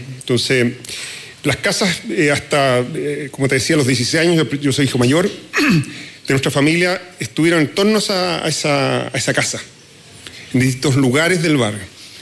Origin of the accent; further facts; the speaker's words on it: Santiago, Santiago Metropolitan Region, Chile; Hay un barrio que en que yo creo que transitó la mi infancia, primera infancia hasta los 16 años